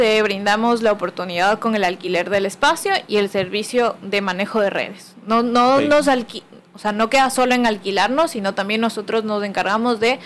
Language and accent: Spanish; Quito, Pichincha, Ecuador; moved away as an adult; now in Guayaquil, Ecuador; como me pueden escuchar por el acento, yo soy de Quito. Soy de Quito, vine acá a estudiar artes a Guayaquil.